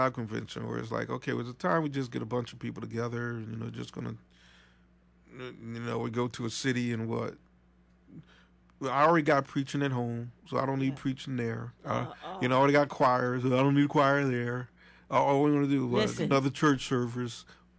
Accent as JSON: {"language": "English", "region": "Pennsylvania", "country": "United States", "said": "we're from Pennsylvania."}